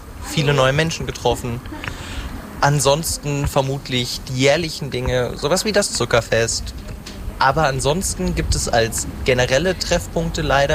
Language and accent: German; Zeitz, Saxony-Anhalt, Germany; born there; Ich bin tatsächlich gebürtig aus Zeitz, wohne jetzt hier schon ganze 19 Jahre.